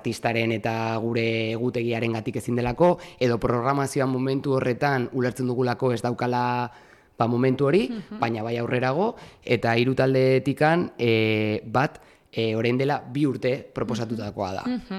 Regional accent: Irun, Basque Country, Spain; Begira, baina Irundarra naiz

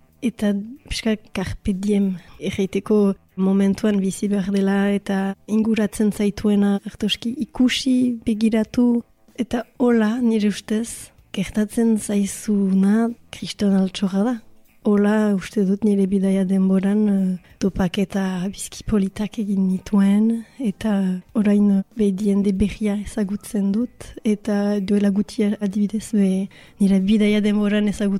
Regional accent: Bayonne, Nouvelle-Aquitaine, France; Baionakoa naiz, eta bon, ez dakit importantea den, ogoita amabost urte ditut.

